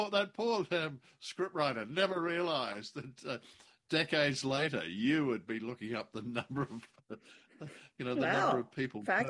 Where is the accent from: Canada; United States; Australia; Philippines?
Australia; now I'm a plastic Paddy because I'm not a real, I'm an Australian, obviously.